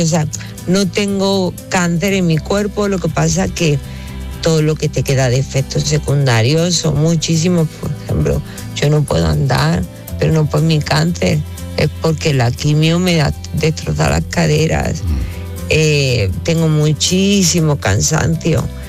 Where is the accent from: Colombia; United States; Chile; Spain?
Spain; pues soy española.